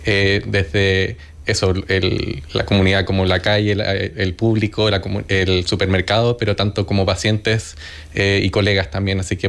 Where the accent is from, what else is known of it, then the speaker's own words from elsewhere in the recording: Chile; moved away as an adult; now in Logroño, Spain; 4 meses ya en Logroño. Yo vengo de Chile, bastante lejos, la verdad. 4 meses en Logroño, 4 meses en la residencia.